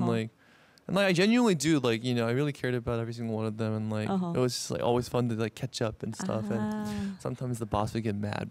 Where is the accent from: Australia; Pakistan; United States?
Australia; now in Korea; from Australia, and I have been living in Korea for 3 years.